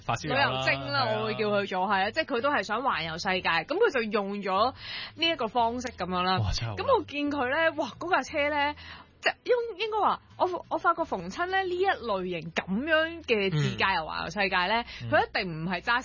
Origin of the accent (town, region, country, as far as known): Hong Kong